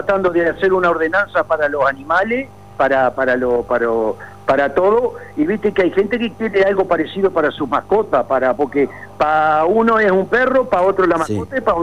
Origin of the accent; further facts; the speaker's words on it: Maldonado, Uruguay; yo soy de Maldonado.